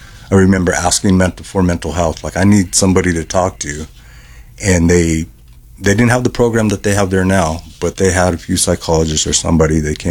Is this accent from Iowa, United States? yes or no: no; Denver, Colorado, United States; I was chronically homeless on the streets of Denver, my hometown, from 2013, 2014 to 2018